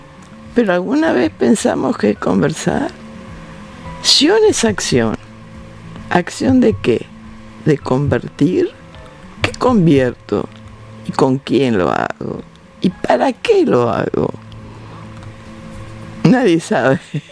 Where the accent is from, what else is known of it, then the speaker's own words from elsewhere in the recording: Argentina; ¿Por qué soy argentino?